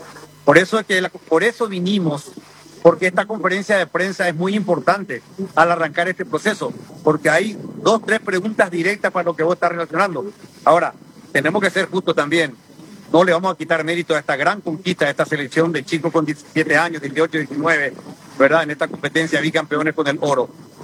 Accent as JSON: {"language": "Spanish", "country": "Paraguay"}